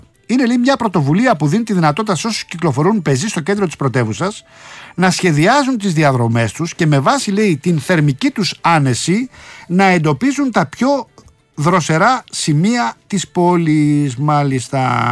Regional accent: Rafina, Attica, Greece; Έπαιρνα εγώ στην Αθήνα, στη Ραφίνα, στην πατρίδα μου τηλέφωνο τότε.

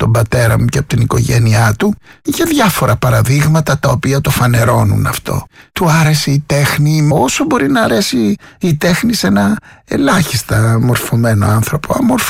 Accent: Chania, Crete, Greece; born there; Στα Χανιά.

